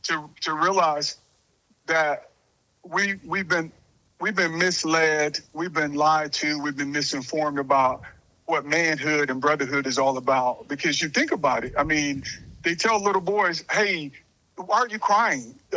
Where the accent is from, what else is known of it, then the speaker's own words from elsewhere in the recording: Vidalia, Georgia, United States; I'm from Georgia. Place called Vidalia, yeah. Sweet Onions.